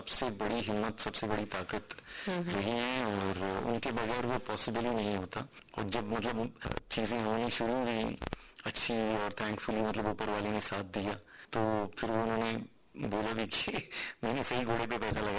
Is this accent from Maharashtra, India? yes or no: yes; Mumbai, Maharashtra, India; तो मैं मुंबई में पला बड़ा हूँ, मराठी बोल लेता हूँ